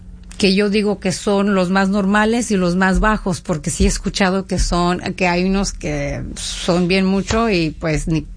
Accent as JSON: {"language": "Spanish", "country": "Mexico", "said": "el hecho que soy mexicana también es muy cultural cuando hablo con los latinos"}